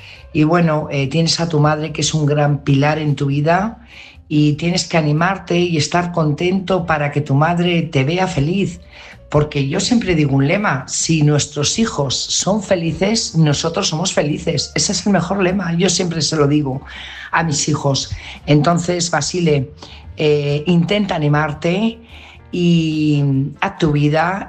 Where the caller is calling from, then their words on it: Burgos, Castile and León, Spain; corresponsal de Burgos.